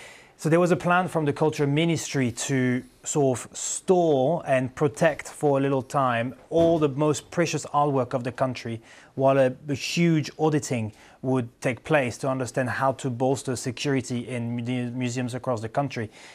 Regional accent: France; This is right next to my hometown.

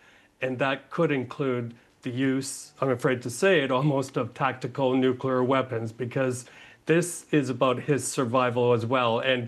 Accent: Canada; including in my home country of Canada.

